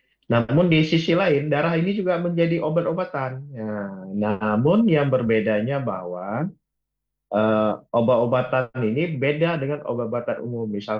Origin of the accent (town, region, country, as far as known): Aceh, Indonesia